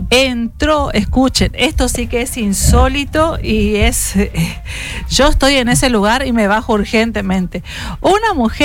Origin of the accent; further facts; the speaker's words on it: Argentina; aquí como ciudadanas argentinas le agradecemos por ese trabajo que usted está haciendo.